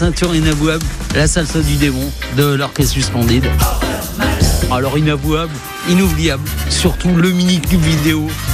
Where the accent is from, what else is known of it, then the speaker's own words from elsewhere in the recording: Lille, Hauts-de-France, France; moved away as an adult; now in Quimper, France; Je suis de Quimper, mais originaire de Lille.